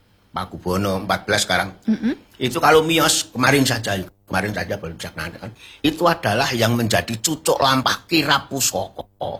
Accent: Boyolali, Central Java, Indonesia; Saya kan orang Boyolali. Jadi Merapi, Merbabu, sampai Batur, Selongsor-Selongdur, itu sesajinya mesti Tumpeng Tunggorono.

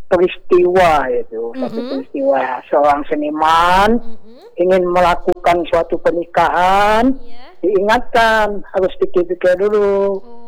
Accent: Aceh, Indonesia; Orang kita orang Aceh

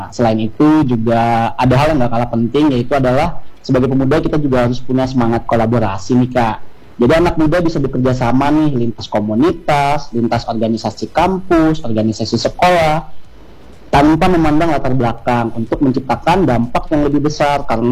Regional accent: Central Kalimantan, Indonesia; Kalau aku, karena aku dari Kalteng, jadi aku masuknya ke PCMI Kalteng Kak.

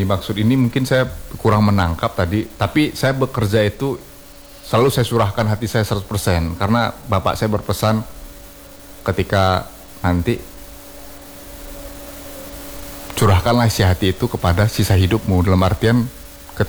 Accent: Padang, West Sumatra, Indonesia; moved away; saya orang Padang.

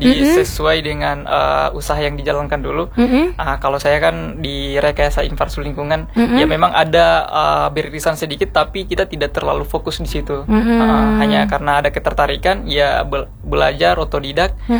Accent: Southeast Sulawesi, Indonesia; Saya asli Muna.

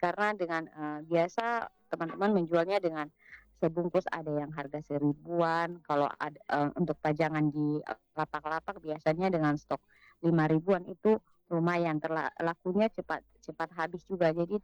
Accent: Kupang, East Nusa Tenggara, Indonesia; biasa kita orang Kupang bilang kiri-kiri

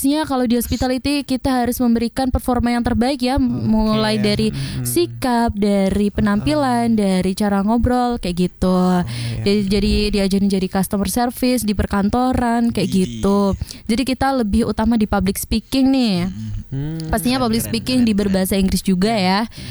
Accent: Java, Indonesia; gak mungkin gak bisa subtitle karena kan kita orang Jawa gitu ya.

